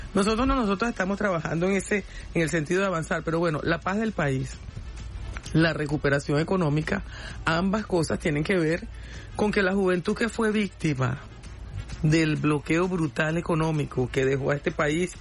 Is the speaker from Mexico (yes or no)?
no; Venezuela